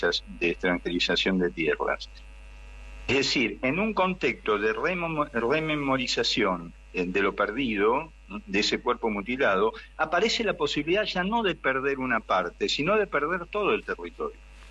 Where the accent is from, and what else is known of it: Argentina